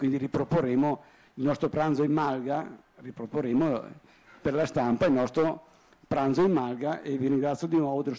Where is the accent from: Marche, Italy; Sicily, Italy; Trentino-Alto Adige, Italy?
Trentino-Alto Adige, Italy; Io sono un trentino anomalo